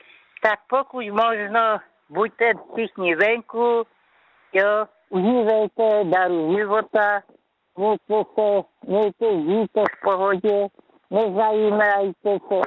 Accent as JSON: {"language": "Czech", "town": "Krnov", "region": "Moravian-Silesian Region", "country": "Czechia", "tie": "born or raised there", "moved": "yes", "lives_now": "Havířov, Czechia", "said": "celou svoji rodinu do Krnova, kde jsem se narodila"}